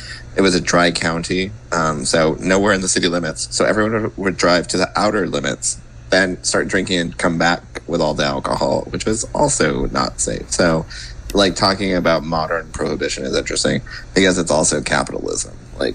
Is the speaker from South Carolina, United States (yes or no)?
no; New Mexico, United States; I mean, so, I come from New Mexico, and I was just back there recently